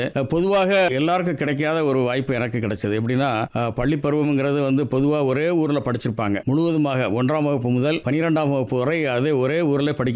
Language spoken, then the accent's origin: Tamil; Puliyangudi, Tamil Nadu, India; 1 முதல் 5ஆம் வகுப்பு வரை நான் பிறந்த ஊரான தென்காசி மாவட்டம் புளியங்குடியில் படித்தேன்.